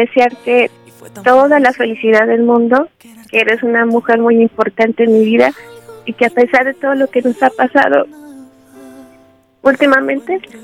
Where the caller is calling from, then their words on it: Tlaxcoapan, Hidalgo, Mexico; De Tlaxcuapan, Hidalgo.